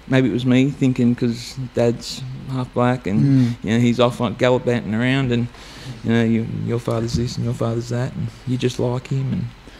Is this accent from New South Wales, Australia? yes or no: no; Bendigo, Victoria, Australia; I'm from Bendigo, but my dad's mob is Biggenbull, from west of Toowoomba there. And I've practically grown up down here with my mother.